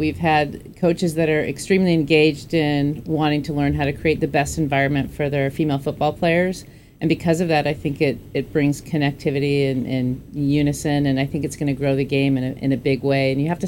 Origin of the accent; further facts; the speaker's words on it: Seattle, Washington, United States; I'm from Seattle, Washington.